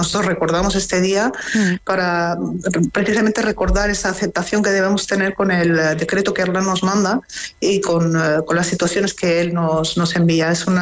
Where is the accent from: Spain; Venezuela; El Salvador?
Spain; Mallorca, Balearic Islands; born there; yo soy española, sí. ¿No? Yo he nacido en Mallorca